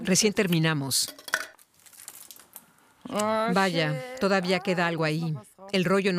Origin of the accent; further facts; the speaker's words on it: Haskovo, Haskovo Province, Bulgaria; esta es mi ciudad natal, Haskovo.